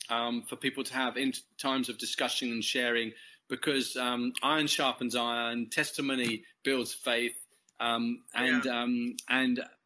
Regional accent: England, United Kingdom; Of this, there are about 300 people there, and I'm English.

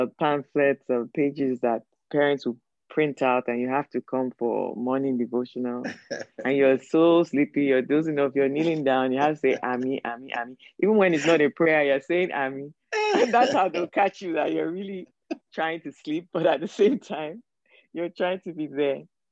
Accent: Lagos, Nigeria; it was a microcosm of Nigeria, people from everywhere

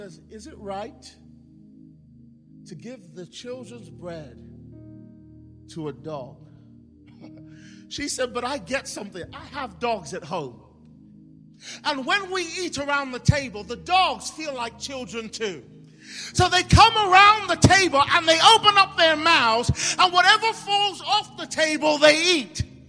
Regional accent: England, United Kingdom; born there

